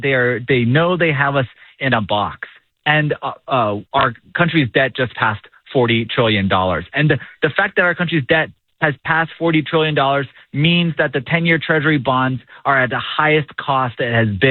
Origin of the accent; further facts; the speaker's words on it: New York, United States; And as a New Yorker